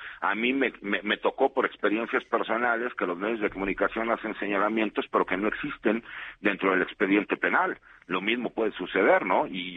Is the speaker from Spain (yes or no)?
no; Mexico; yo lo exigiría como ciudadano mexicano